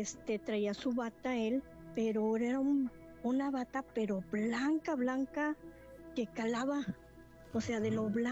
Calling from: Monterrey, Nuevo León, Mexico; Desde Monterrey, Nuevo León

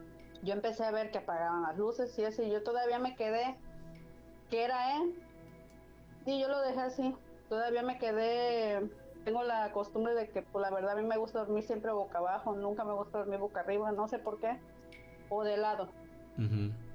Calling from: Villahermosa, Tabasco, Mexico; nosotros somos de Villahermosa, Tabasco.

